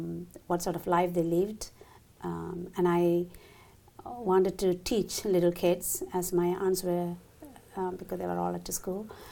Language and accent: English; Kerala, India; born there; moved away